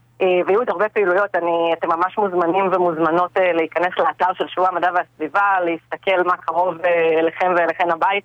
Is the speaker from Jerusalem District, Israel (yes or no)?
no; Nir Am, Southern District, Israel; אני מקיבוץ נרעם